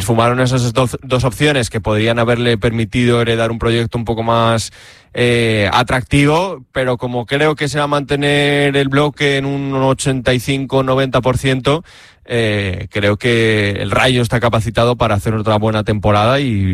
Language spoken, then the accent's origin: Spanish; Villanueva de la Cañada, Community of Madrid, Spain; básicamente mi pueblo es lo que es, que son, bueno, es Villanueva de la Cañada, que está pues a una media hora en coche más o menos del centro de Madrid.